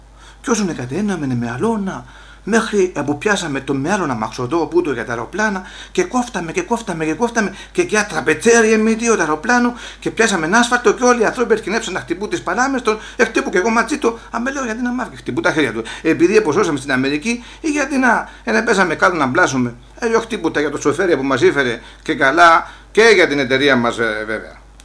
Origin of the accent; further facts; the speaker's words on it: Olympos, South Aegean, Greece; γιατί να είμαι από την Όλυμπο της Καρπάδου και θεωρώ πως έχουμε καλή εταιρεία.